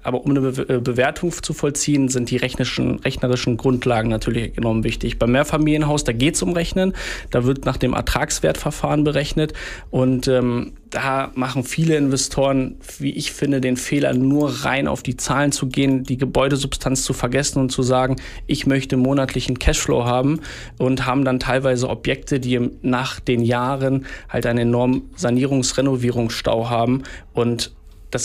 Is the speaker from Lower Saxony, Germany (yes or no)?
yes; Hameln, Lower Saxony, Germany; moved away as an adult; also born or lived in Bremen / Großberkel; Ich bin gebürtiger Hamelner, lebe derzeit auch in Großberkel, beziehungsweise habe immer, wenn ich in der Region Hameln gelebt habe, immer in Großberkel gelebt. Meine Eltern sind von hier, also aus Großberkel. Und ja, es ist Heimat. Deswegen bin ich zurückgekommen.